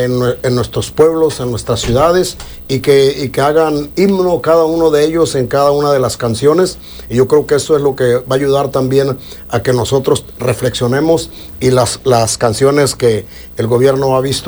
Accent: Mexico

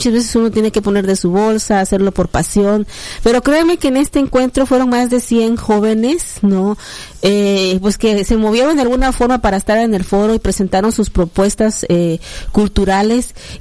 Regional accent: Chiapas, Mexico; somos mexicanos, ¿no? Que somos chiapanecos

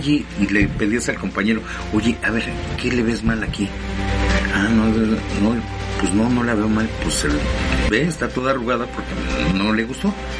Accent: Mexico; nosotros como mexicanos

